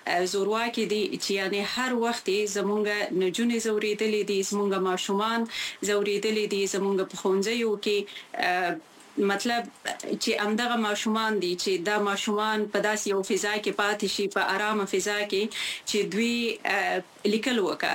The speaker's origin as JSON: {"language": "Pashto", "region": "Khyber Pakhtunkhwa", "country": "Pakistan", "tie": "born or raised there", "moved": "as an adult", "said": "زما ځواني په پښتونخوا کې وه او دغه دوه کاله شوي چې راغلی یم"}